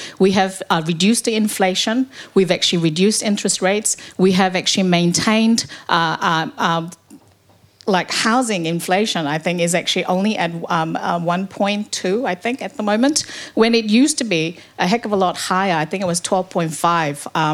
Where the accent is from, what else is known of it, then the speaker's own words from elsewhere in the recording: South Korea; now in New Zealand; I'm originally from Korea, and I moved to New Zealand with my parents about 38 years ago.